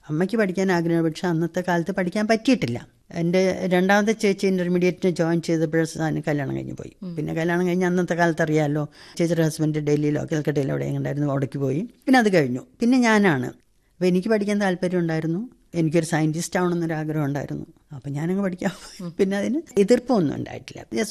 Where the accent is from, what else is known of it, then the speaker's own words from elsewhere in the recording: Muringoor, Kerala, India; moved away as an adult; also born or lived in Maharashtra / Delhi / Germany; now in Thiruvananthapuram, India; ഞാൻ ജനിച്ചു വളർന്നത് മുരിങ്ങൂർ എന്ന് പറയും, തൃശ്ശൂർ ഡിസ്ട്രിക്റ്റിൽ ചാലക്കുടി പുഴയുടെ തീരത്തുള്ള ഒരു സ്ഥലത്താണ്.